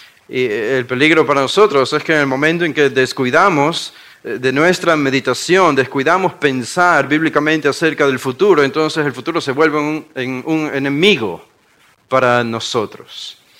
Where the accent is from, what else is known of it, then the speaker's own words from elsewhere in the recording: Guayaquil, Guayas, Ecuador; Los que somos de Guayaquil entendemos eso allá en Ecuador porque hablamos rápido